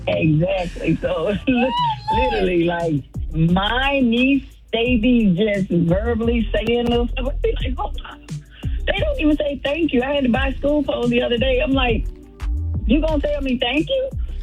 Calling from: Villa Rica, Georgia, United States; I am calling from Villarica, Georgia.

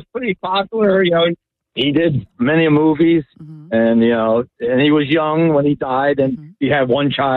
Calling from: Middletown, New Jersey, United States

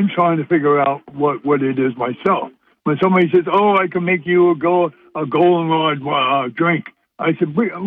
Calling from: Davenport, United States; Calling up from, actually, I'm in Davenport right now.

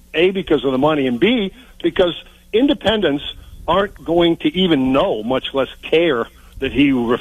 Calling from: New Hampshire, United States; I'm from New Hampshire

